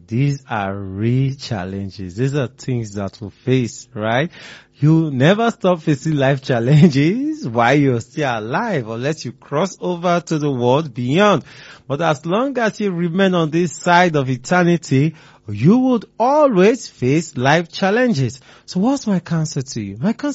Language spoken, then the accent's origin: English; Nigeria; I want to use Nigeria as an example, since yesterday was our Independence Day.